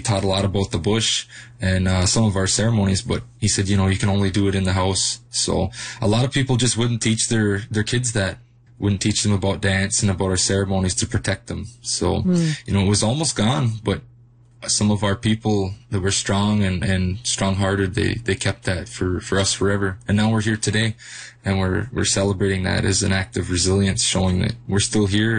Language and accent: English; Curve Lake First Nation, Ontario, Canada; I'm from Curve Lake First Nation originally. That's my band and where my family comes from